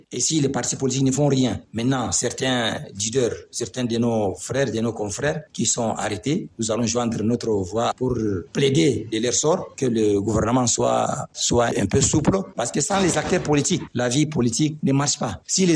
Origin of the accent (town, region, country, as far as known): Chad